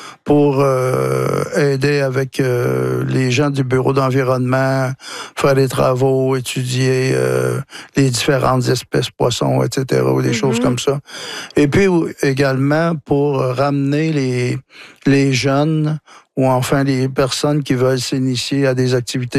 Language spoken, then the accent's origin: French; Trois-Rivières, Quebec, Canada; born there; Je suis né à Trois-Rivières, mais on passait nos étés, tous nos étés, le long de la rivière.